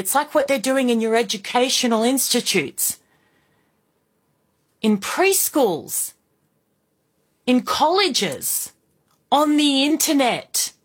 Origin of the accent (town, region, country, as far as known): Indonesia; born or raised there